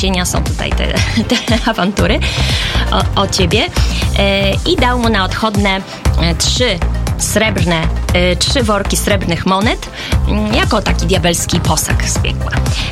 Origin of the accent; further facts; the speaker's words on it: Mińsk Mazowiecki, Masovian Voivodeship, Poland; u nas w Mińsku i w okolicach